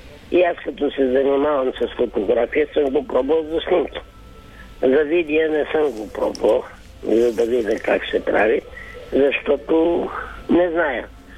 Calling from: Mezdra, Vratsa Province, Bulgaria; съм от Мездра.

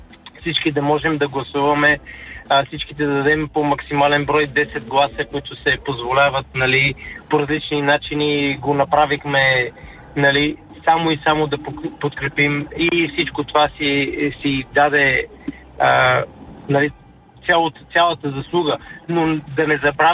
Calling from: London, United Kingdom; от Лондон.

